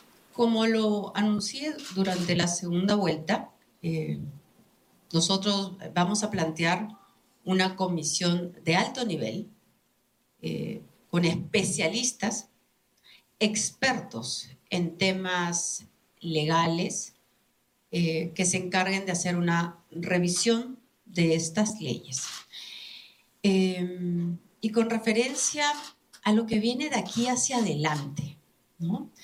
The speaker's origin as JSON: {"language": "Spanish", "country": "Peru"}